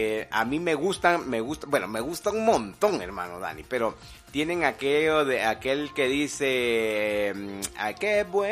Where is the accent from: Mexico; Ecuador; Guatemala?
Guatemala; Así como el buen chapín que somos, buenos chapines que somos.